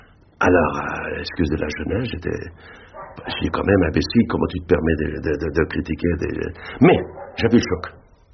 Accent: Hauts-de-France, France; born there; je suis né dans le Nord

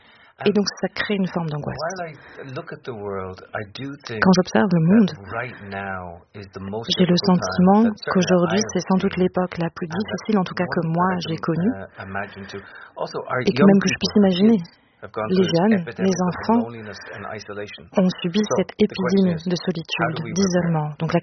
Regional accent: Ireland; Mais moi, j'ai grandi en Irlande. Qu'est-ce qui a pu se passer en Irlande du Nord?

